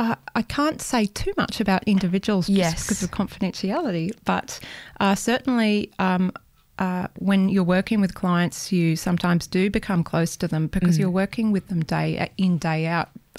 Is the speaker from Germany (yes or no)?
no; Bellingen, New South Wales, Australia; moved away as an adult; also born or lived in London / Melbourne / United States; now in Canberra, Australia; Growing up in Bellingen, I don't think knew the worth of Bellingen. I was excited to get out of a small town.